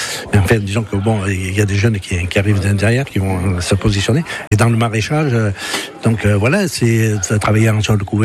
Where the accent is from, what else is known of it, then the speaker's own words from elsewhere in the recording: Marsan, France; born there; Je suis né à Marsan, donc mes parents avaient une petite ferme.